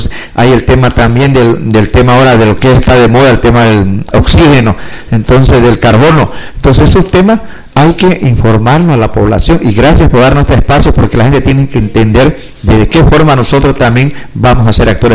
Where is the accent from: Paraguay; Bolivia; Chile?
Bolivia; los derechos que tenemos los pueblos indígenas, porque también somos seres humanos y somos bolivianos.